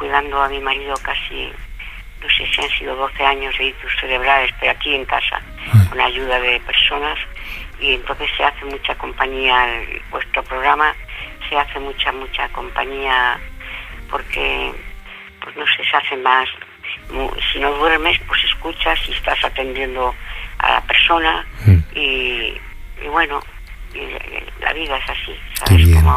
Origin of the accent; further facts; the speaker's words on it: Riaza, Castile and León, Spain; Yo soy de Riaza, de Segovia. Sí.